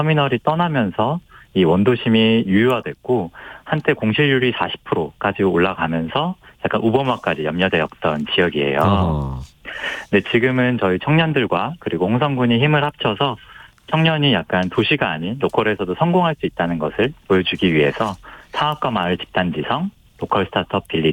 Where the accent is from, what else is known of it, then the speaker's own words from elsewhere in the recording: Seoul, South Korea; 네, 맞습니다. 저는 서울에서 이태원동에서 이태원에서 태어난